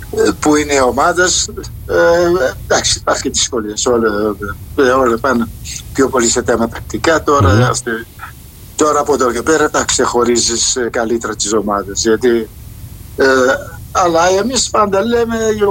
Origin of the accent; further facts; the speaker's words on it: Cape Verde; now in Greece; Αυτή είναι χαρά που μου λένε τα καλύτερα λόγια για την πατρίδα μου